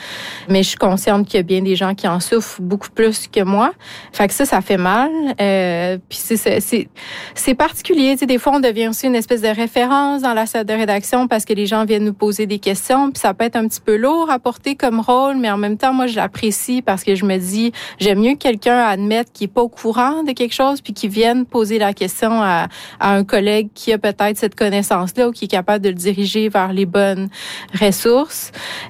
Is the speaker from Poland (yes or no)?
no; Canada; first language Innu-aimun; French is a second language; Imagine, moi qui parle l'inuimoun, ma langue maternelle, c'est l'inuimoun.